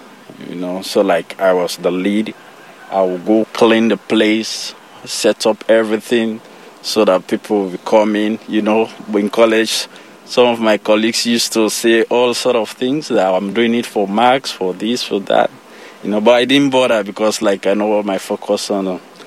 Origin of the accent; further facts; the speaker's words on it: Sierra Leone; born there; I was born in Sierra Leone. I have a lot of sisters and brothers who are incredible and they are wonderful. Most of them are in Sierra Leone.